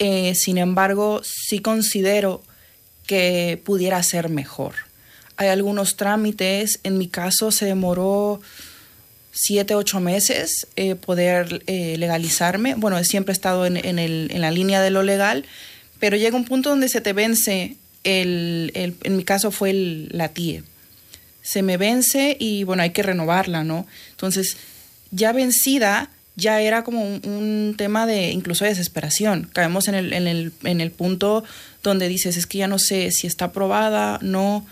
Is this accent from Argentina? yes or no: no; Mexico; now in Spain; Al menos hablando yo como mexicana, sí he sentido mucha calidez por parte de la comunidad española.